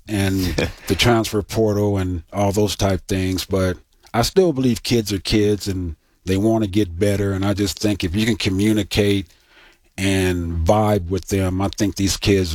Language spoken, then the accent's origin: English; California, United States; And so we picked Arizona because I'm from Southern California.